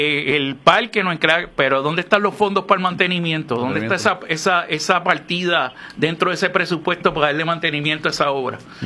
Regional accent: Puerto Rico; nosotros como puertorriqueños

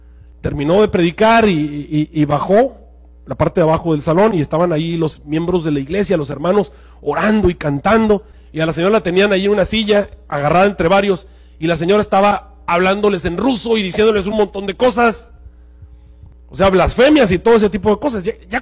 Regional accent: Mexico

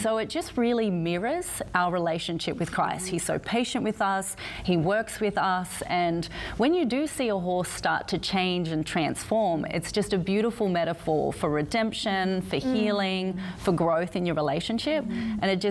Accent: Australia; moved away as an adult; now in United States; Well, obviously my accent's a little funny, and so I'm from Australia.

